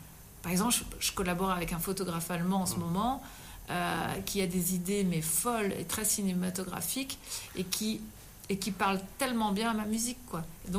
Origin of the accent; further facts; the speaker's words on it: France; now in Belgium; je suis française et que j'arrive en Belgique